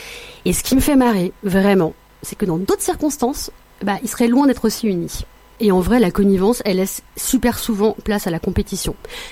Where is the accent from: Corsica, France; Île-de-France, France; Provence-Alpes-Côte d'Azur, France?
Île-de-France, France; Moi, perso, j'ai grandi en Seine-et-Marne. Le 7-7, comme j'aime le dire. Alors, pas Paris, hein. Jamais Paris, la banlieue. Le champ pas si loin, le RER, Mickey, tout ça.